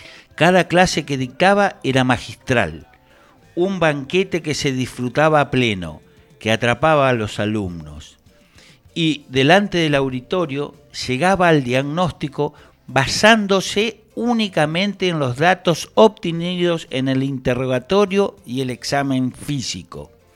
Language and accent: Spanish; Argentina; después somos todos argentinos.